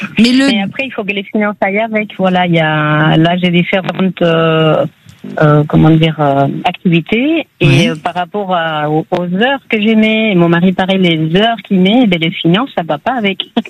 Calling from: Landes, Nouvelle-Aquitaine, France; Dans les Landes.

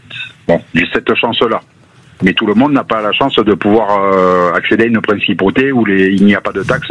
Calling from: Foix, Occitanie, France; Je suis à Foix.

